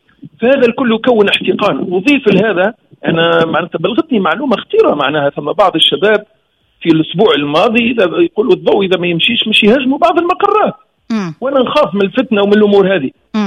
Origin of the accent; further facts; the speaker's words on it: Tunisia; قداش احنا شعب طيب، قديش التوانسة الطيبين،